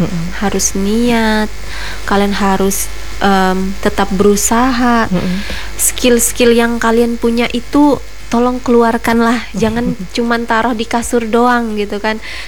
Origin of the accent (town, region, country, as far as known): Seruyan, Central Kalimantan, Indonesia